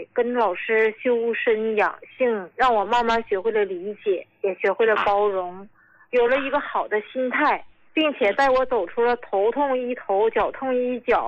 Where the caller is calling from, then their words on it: Qiqihar, Heilongjiang, China; 我是来自黑龙江齐齐哈尔的